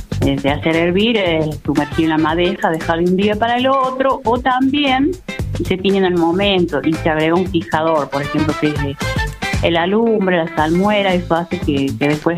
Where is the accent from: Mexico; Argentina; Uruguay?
Argentina; Laguna Blanca, Catamarca; Sí, bueno, yo soy del puerto de Laguna Blanca, que corresponde al departamento de Belén, y es cerca de la Puna de Antofagasta.